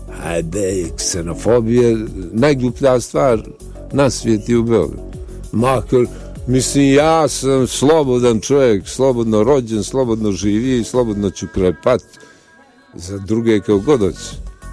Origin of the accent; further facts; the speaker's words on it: Montenegro